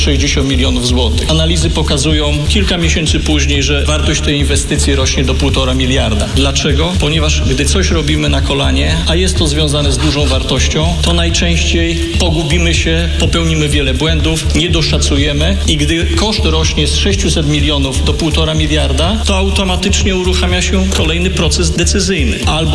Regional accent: Poznań, Greater Poland Voivodeship, Poland; jako poznaniak

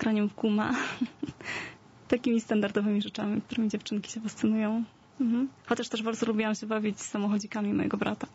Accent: Warsaw, Masovian Voivodeship, Poland; wychowywałam się w takiej dzielnicy, właściwie takiej warszawskiej Pradze, trochę można powiedzieć.

